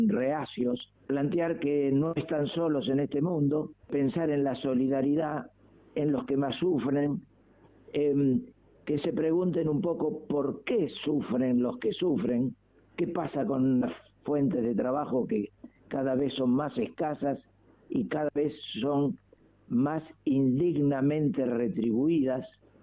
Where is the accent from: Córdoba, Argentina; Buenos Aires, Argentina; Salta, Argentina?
Buenos Aires, Argentina; Aunque yo no me olvidé de de que soy de Saavedra.